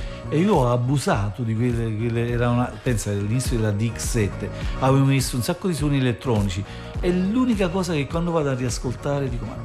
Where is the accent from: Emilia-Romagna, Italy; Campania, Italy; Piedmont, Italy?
Campania, Italy; Naples; ma io vengo dall'Arenaccia